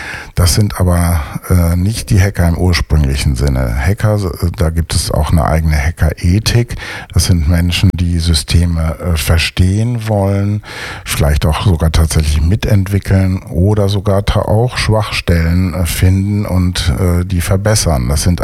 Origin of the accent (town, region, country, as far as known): North Rhine-Westphalia, Germany; born or raised there